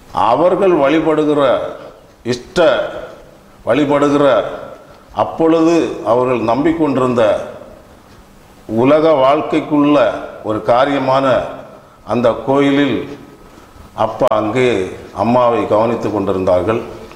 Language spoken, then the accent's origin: Tamil; Kanyakumari district, Tamil Nadu, India; எனது சொந்த ஊர் கன்னியாகுமரி மாவட்டம் கீழம் குக்கிராமம்.